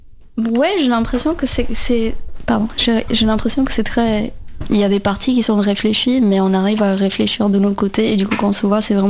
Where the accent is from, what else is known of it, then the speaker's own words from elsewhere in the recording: India; now in Paris, France; J'ai grandi en Inde.